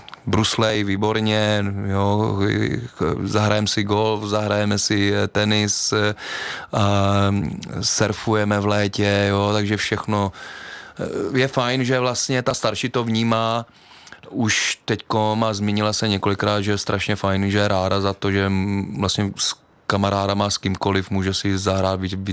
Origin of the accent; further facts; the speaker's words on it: Třebíč, Vysočina Region, Czechia; když já jsem byl na Kladně, já pocházím z Třebíče, pak jsem měl na Kladno dělat talentové zkoušky na hokej